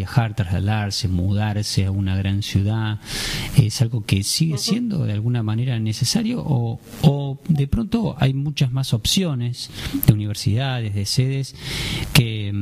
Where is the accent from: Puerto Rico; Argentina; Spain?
Argentina; yo no crecí en otra provincia, yo crecí en Buenos Aires